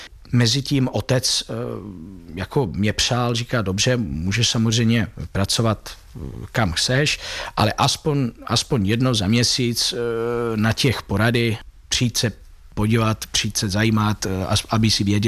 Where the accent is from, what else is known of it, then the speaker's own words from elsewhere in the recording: Pisa, Tuscany, Italy; Czech is a second language; moved away as an adult; now in Czech Republic; Já jsem se narodil v Píze 26. září 1983.